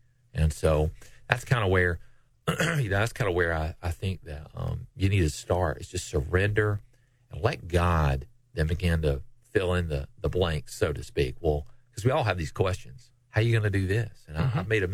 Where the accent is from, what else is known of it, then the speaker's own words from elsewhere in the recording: Johnson City, Tennessee, United States; I grew up in Johnson City and went to East Tennessee State